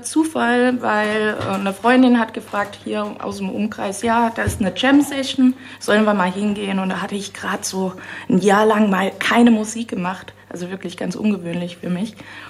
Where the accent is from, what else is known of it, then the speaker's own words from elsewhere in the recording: Saarbrücken, Saarland, Germany; born there; moved away as an adult; now in Frankfurt, Germany; Saarbrücker Mädel.